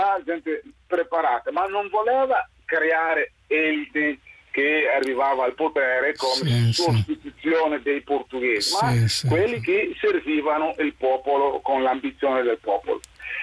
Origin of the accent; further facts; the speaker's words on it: Guinea; nel mio paese, sì, in Guinea, sì.